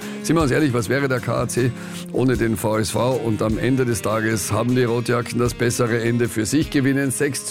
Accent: Klagenfurt, Carinthia, Austria; Als Klagenfurter freue ich mich über den Sieg der Rotjacken. Natürlich als Kärntner

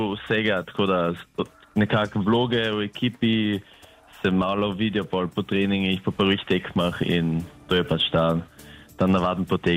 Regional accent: Eisenkappel, Carinthia, Austria; also born or lived in Klagenfurt; now in Graz, Austria; Ker sem v bistvu iz Železne Kaplje oziroma Celovca, je zdaj seveda bliže domovini, da sem v Gradcu, imam pa tle tudi stanovanje od kluba, tako da živim v Gradcu od zdaj naprej.

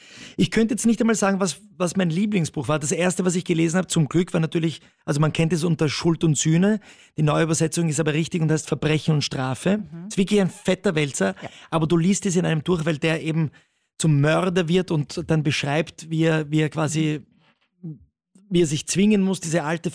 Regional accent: Italy; Das sage ich als Italiener.

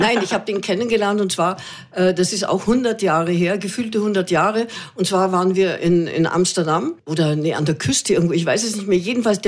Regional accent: Austria; Und also es tut mir wahnsinnig leid, aber ich bin Österreicherin.

